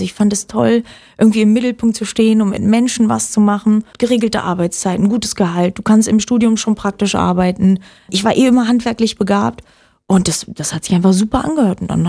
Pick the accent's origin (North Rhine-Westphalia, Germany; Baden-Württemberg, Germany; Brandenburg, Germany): Brandenburg, Germany; Oranienburg; born there; Richtig, also ich bin in Oranienburg geboren und bin dann mit 10 auf ein Sportinternat gegangen.